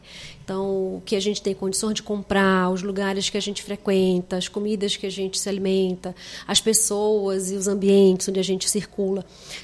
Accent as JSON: {"language": "Portuguese", "country": "Brazil", "said": "O quanto que a gente, enquanto brasileiros"}